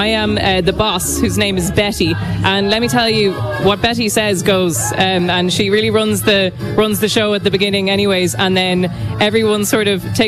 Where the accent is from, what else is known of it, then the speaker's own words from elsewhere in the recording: Ireland; moved away as an adult; now in Switzerland; I get to be in my home country, only 2 hours down from where I grew up